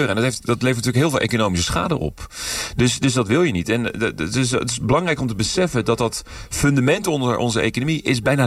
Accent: Rotterdam, South Holland, Netherlands; Als Rotterdammer zeg ik

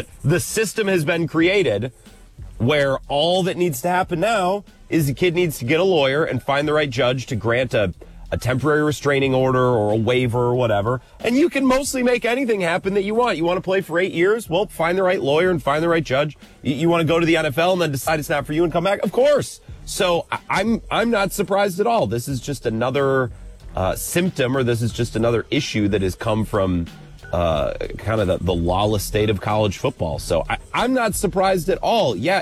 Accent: United States; Hey, I'm from Dunn County.

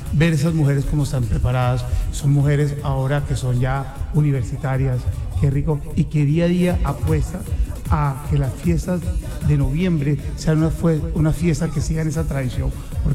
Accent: Cartagena, Bolívar, Colombia; Yo soy cartagenero y no soy ni negro ni blanco.

